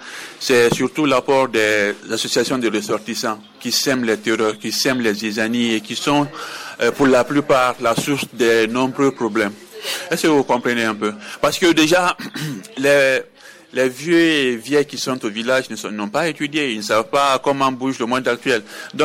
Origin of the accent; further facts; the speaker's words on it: Siguiri, Kankan Region, Guinea; chez nous à Siguiri